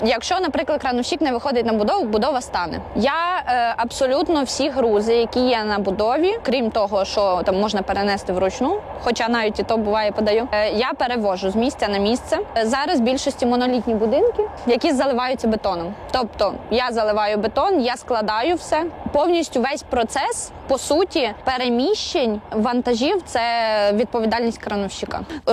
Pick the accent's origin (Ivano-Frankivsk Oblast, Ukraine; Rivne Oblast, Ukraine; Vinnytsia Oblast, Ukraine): Rivne Oblast, Ukraine; now in Lviv, Ukraine; Я з Рівненської області, і в нас там не сильно багато кранів. Точніше, два на все Рівне раніше було. І я, коли переїхала в Львів